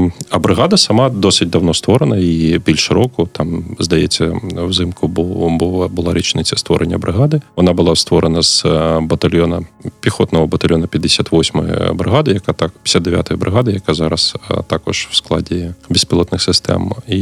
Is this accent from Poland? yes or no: no; Konotop, Sumy Oblast, Ukraine; Я взагалі-то з Конотопу, Сумська область.